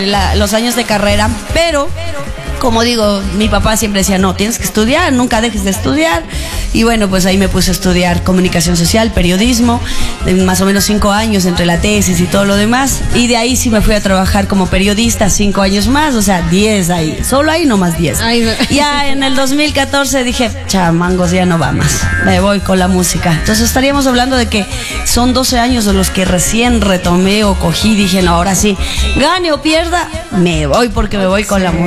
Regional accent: Latacunga, Cotopaxi, Ecuador; La Tacunga, Cotopaxi

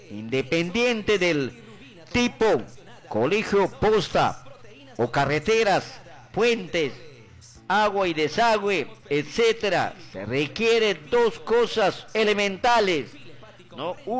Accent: Aguaytía, Ucayali, Peru; born there; Yo estimo mi pueblo, quiero mi pueblo, aquí nací en este pueblo

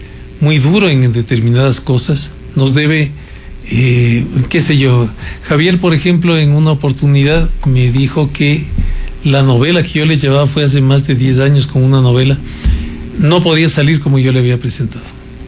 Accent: Ecuador; mi país, Ecuador

